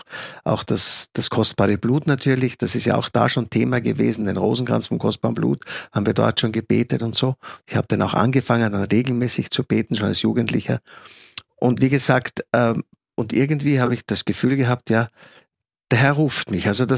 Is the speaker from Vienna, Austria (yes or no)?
no; Styria, Austria; now in Salzburg, Austria; Ich bin ja gebürtig aus der Steiermark oder Südoststeiermark.